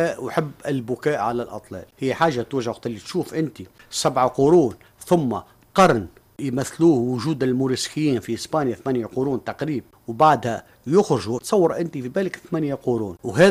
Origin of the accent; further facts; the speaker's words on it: Tunisia; في تونس مثلا، نقولها كتونسي،